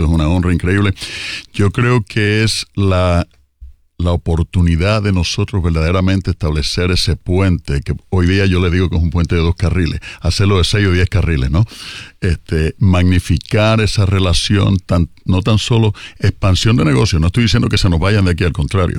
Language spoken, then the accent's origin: Spanish; Puerto Rico; now in Orlando, United States; especialmente mi pueblo, mi propia tierra